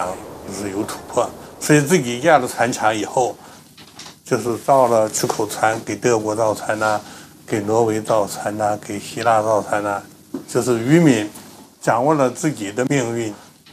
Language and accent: Chinese; China